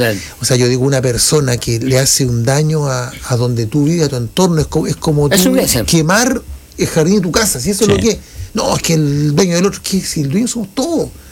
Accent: La Serena, Coquimbo, Chile; yo me acuerdo cuando era chico en La Serena

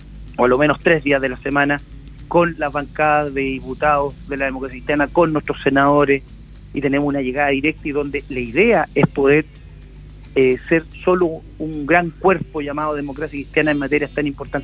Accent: Concepción, Biobío, Chile; soy de regiones. Soy nacido y criado en Concepción, fui alcalde 12 años en Concepción

